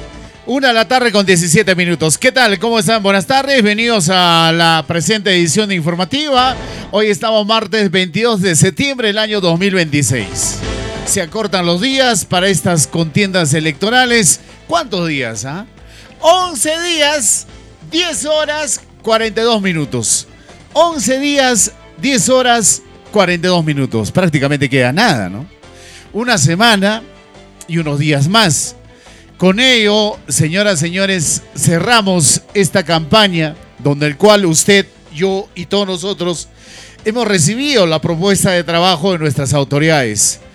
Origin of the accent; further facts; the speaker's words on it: Huaraz, Ancash, Peru; el pueblo huaracino, la población que todos somos, de Huaraz, ciudad capital, turístico, paraíso natural